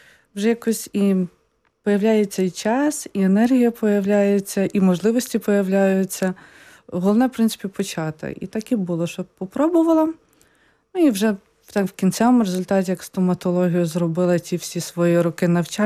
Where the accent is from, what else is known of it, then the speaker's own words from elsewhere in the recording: Lviv Oblast, Ukraine; moved away as an adult; now in Poland; я сама з Львівської області, тобто Західної України, і ми трохи наслухані польської мови